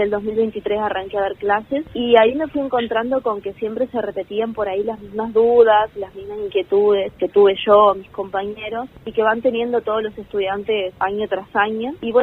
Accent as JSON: {"language": "Spanish", "town": "María Grande", "region": "Entre Ríos", "country": "Argentina", "lives_now": "Villaguay, Argentina", "said": "Soy de María Grande y yo estoy, la curso en la UNER, está en Villaguay, vivo en Villaguay."}